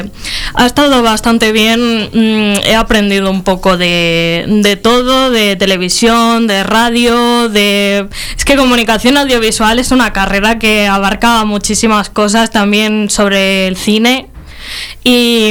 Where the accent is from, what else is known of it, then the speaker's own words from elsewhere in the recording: Palencia, Castile and León, Spain; como soy de Palencia, al final me pilla muy cerca de casa, este sitio.